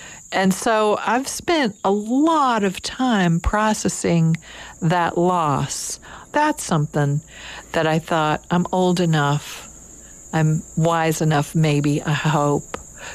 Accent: Kentucky, United States; now in Lexington, United States; Lexington was an hour and a world away from where I grew up in Kentucky, but I managed, once I could drive, to find teachers

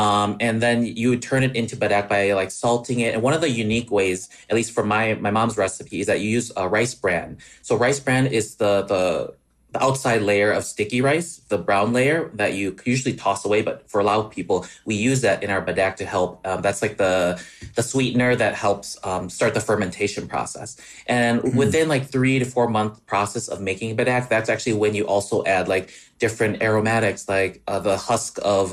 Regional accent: Wisconsin, United States; born or raised there

